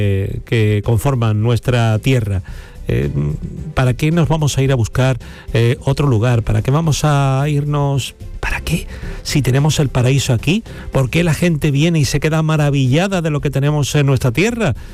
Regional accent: Andalusia, Spain; nuestra tierra. El paraíso se llama Andalucía

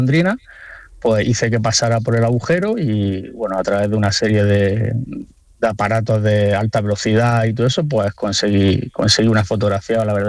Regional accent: Roquetas de Mar, Andalusia, Spain; cuando decido, bueno, pues apuntarme a los talleres de Roquetas de Mar de mi pueblo, que todos los años pues hace talleres de cerámica, pintura y fotografía.

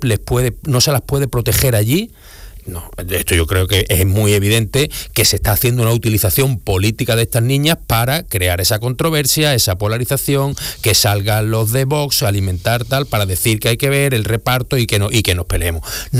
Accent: Andalusia, Spain; me siento muy orgulloso de ser español, de ser andaluz

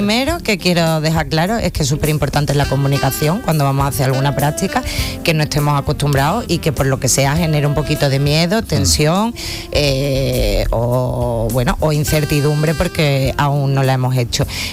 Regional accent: Jerez de la Frontera, Andalusia, Spain; yo soy de Jerez.

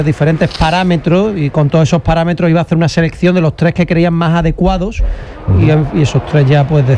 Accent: Granada, Andalusia, Spain; a mí me gusta siempre que siendo granadino, hoy leía también que un árbitro vasco pitaba a la Real Sociedad.

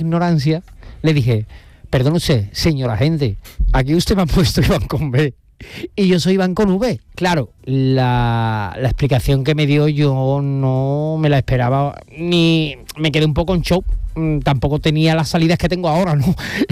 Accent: Alcalá de Guadaíra, Andalusia, Spain; also born or lived in Seville; Yo nací en el Virgen del Rocío. Pero bueno, mi residencia está en Alcalá de Guadaira desde pequeño. Soy alcalareño, sevillano y alcalareño.

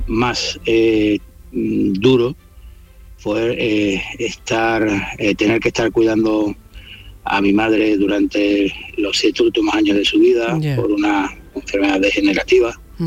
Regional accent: Málaga, Andalusia, Spain; soy de Málaga.

